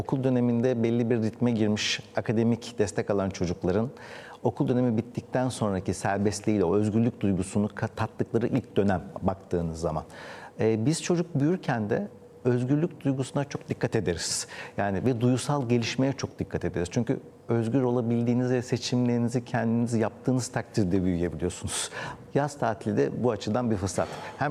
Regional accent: Istanbul, Turkey; ben İstanbul'da büyüdüm ama İstanbul'da benim büyüdüğüm dönemde bir sokak kültürü vardı.

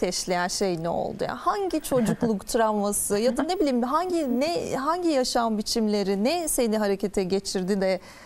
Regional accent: Ankara, Turkey; Ankaralıyım.

